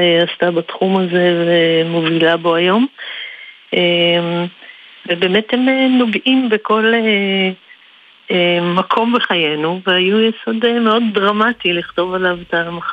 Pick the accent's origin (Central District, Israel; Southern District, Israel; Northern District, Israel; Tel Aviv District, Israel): Central District, Israel; moved away as an adult; אני מהמרכז